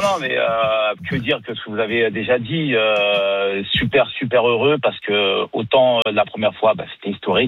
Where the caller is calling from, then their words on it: Algeria; Je suis algérien